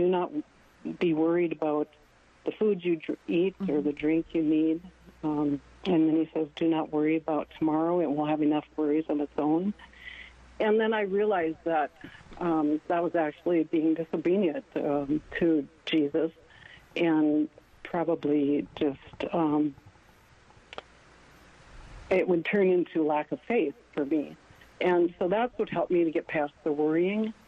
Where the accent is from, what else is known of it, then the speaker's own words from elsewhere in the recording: North Dakota, United States; but I'm from North Dakota